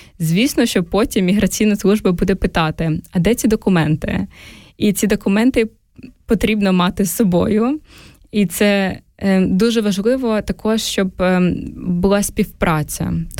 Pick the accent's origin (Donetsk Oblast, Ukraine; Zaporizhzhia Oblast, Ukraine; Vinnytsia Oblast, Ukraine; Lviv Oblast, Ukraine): Zaporizhzhia Oblast, Ukraine; Zaporizhzhia; Я виросла в Запоріжжі, в прекрасному місці, я дуже люблю.